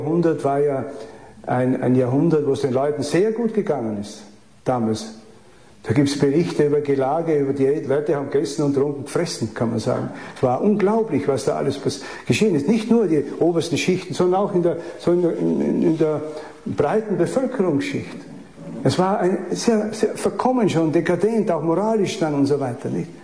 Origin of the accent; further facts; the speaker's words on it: Styria, Austria; also als Steirer, wissen Sie, das ist ja unglaublich